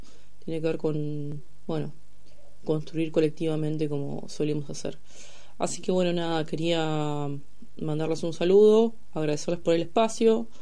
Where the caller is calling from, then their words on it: La Plata, Buenos Aires Province, Argentina